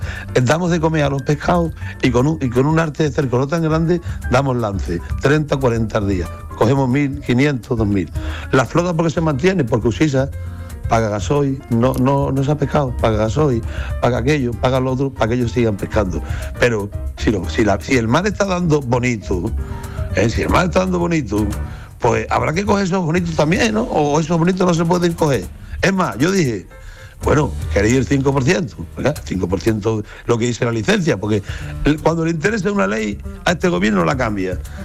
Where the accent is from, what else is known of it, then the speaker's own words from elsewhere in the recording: Isla Cristina, Andalusia, Spain; yo soy de la Cristina, yo me siento de la Cristina, soy un luchador, llevo 41 años trabajando, tengo 61